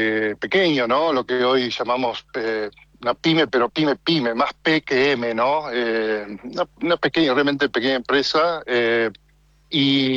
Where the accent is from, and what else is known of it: El Talar, Buenos Aires Province, Argentina; moved away as an adult; now in Italy